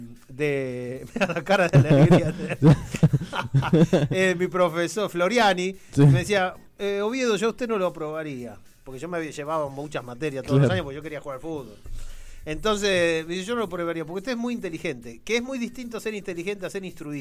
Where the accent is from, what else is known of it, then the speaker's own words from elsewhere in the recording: Buenos Aires, Argentina; a la vuelta de mi casa, en Villa Devoto, cuando vivía